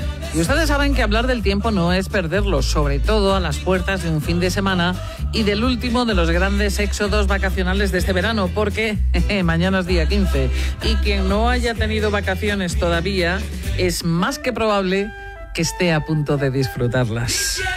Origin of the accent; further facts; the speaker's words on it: Galicia, Spain; Bueno, yo soy gallega, o sea que somos, según dice el dicho, somos primos hermanos.